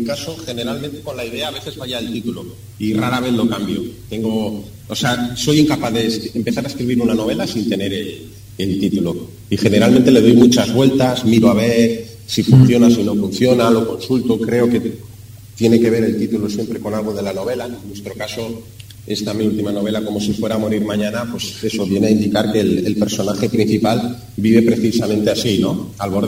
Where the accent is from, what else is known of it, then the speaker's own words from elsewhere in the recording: Rentería, Basque Country, Spain; moved away as an adult; now in Barcelona, Spain; Muchos años, y lamentablemente viví la época más dura de ETA, hasta que me vine aquí a Barcelona a trabajar por motivos de trabajo. Yo he estado viviendo en el País Vasco con ETA funcionando, lamentablemente, ¿no?